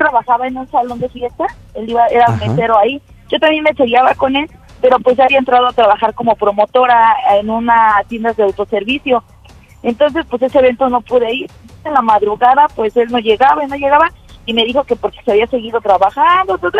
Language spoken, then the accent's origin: Spanish; State of Mexico, Mexico; Soy del Estado de México y tengo 36 años.